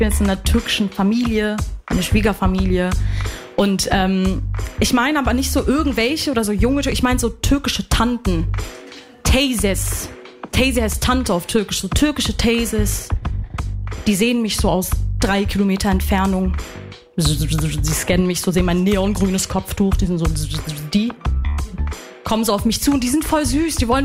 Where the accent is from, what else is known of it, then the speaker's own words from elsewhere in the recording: Lebanon; ich bin Libanesin.